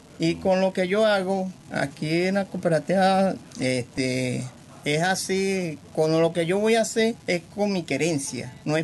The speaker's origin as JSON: {"language": "Spanish", "town": "Siquisique", "region": "Lara", "country": "Venezuela", "moved": "yes", "lives_now": "Barquisimeto, Venezuela", "said": "un tiempo que duré yo aquí en Barquisimeto. Yo soy de Siquisique."}